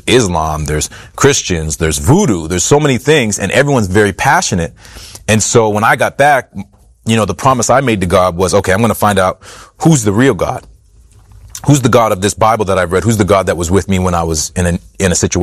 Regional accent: Halifax, Nova Scotia, Canada; born or raised there

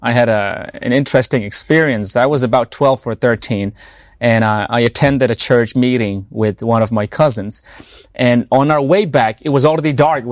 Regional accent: Myanmar; moved away; I remember growing up in my home country, Myanmar, we didn't have electricity 24/7.

